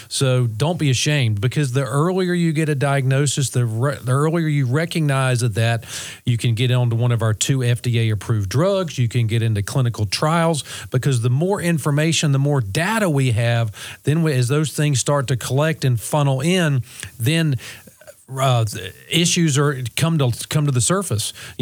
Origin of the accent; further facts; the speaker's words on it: North Carolina, United States; I grew up